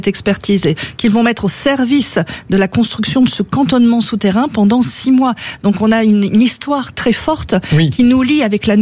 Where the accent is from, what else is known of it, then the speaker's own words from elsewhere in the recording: Arras, Hauts-de-France, France; chez nous à Arras